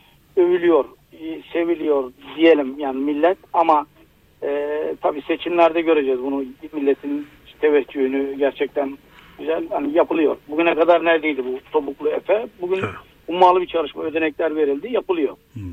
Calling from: Aydın, Turkey; Aydın'dan geliyorum.

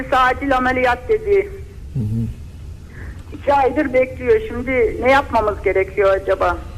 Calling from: Bolu, Turkey; Ben Bolu'dan

